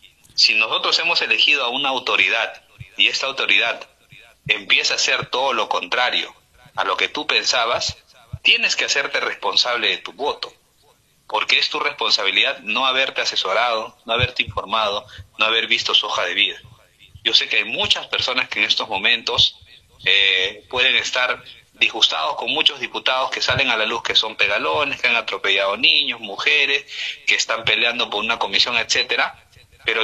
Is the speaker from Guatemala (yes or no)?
no; Peru; Nosotros como pobladores, como peruanos